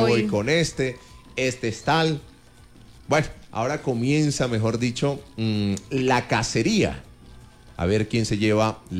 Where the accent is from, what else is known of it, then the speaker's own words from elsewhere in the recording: Colombia; Si hay algo que nos une como colombianos